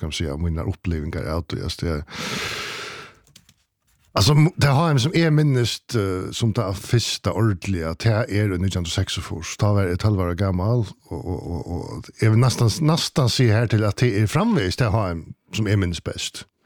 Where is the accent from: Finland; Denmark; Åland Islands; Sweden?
Denmark; du förstår inte hur det skötte där trots att jag är dansk.